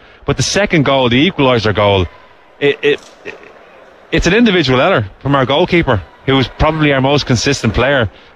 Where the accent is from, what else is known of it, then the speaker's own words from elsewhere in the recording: Ireland; as Irish people